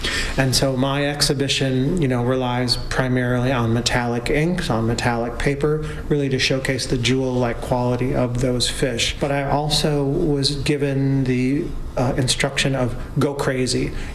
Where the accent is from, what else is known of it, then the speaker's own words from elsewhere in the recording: Green Bay, Wisconsin, United States; I was born and raised in Green Bay.